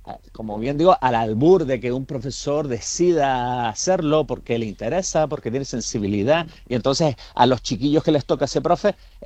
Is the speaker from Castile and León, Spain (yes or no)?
no; Canary Islands, Spain; Sabiendo lo que suele saber la gente a nivel general de contenidos canarios, de nuestro dialecto, de nuestra historia, de nuestro, en fin, nuestro sistema político, económico, fiscal y demás